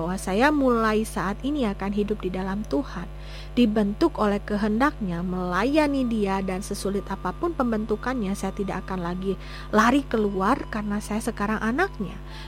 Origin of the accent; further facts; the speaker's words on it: Garut, West Java, Indonesia; karena saya kuliah di Bandung dan kota asal saya Garut.